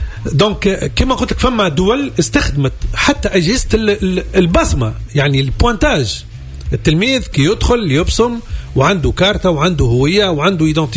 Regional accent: Tunisia; لانه اغلب التلامذه مثلا عندنا في تونس اللي يخرج يقول لك باش نمشي نفطر لبرا

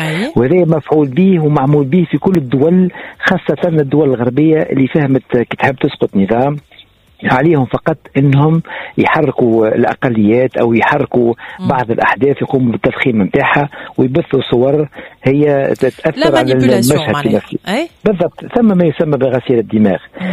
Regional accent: Tunisia; ما يفرقش راهو تونسي كتونسي راهو بالنسبه لي

